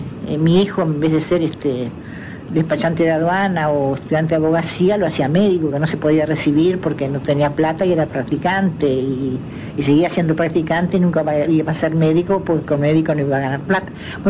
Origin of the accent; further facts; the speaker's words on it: Uruguay; born there; also born or lived in Bahía Blanca, Argentina; yo nací en Bahía Blanca, en Argentina. Y yo nací, a los 2 años nos vinimos para Uruguay. Cuando yo tenía 2 años nos vinimos para Uruguay y aquí nos quedamos. Hasta que yo volví a la Argentina, me casé con una argentina y viví 20 años en Argentina.